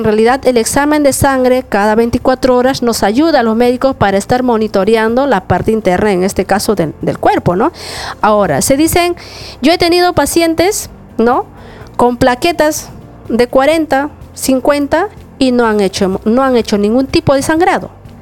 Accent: Mazamari, Junín, Peru; Así es. Bueno, yo vengo desde Mazamari.

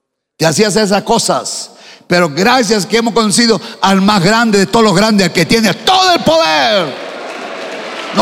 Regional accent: Huacho, Lima, Peru; born there; Yo vivía de pequeño en Huacho, Norte Chico de Lima.

